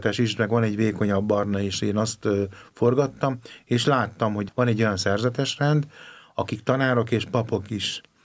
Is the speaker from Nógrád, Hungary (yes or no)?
no; Gyöngyös, Heves, Hungary; És utána tanítottam egy általános iskolában is, Gyöngyöspatán, ami Gyöngyös a szülővárosomtól nem messze